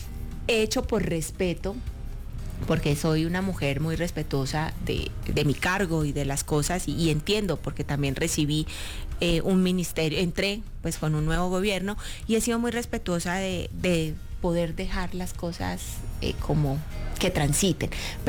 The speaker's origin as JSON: {"language": "Spanish", "town": "Yacopí", "region": "Cundinamarca", "country": "Colombia", "tie": "born or raised there", "also_born_or_lived": "Puerto Asís, Putumayo", "moved": "yes"}